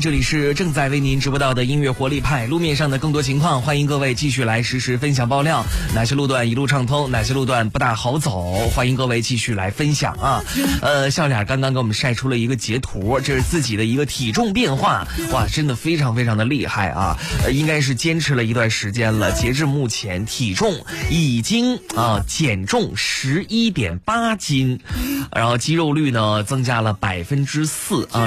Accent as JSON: {"language": "Chinese", "town": "Xuzhou", "region": "Jiangsu", "country": "China", "said": "咱们徐州人"}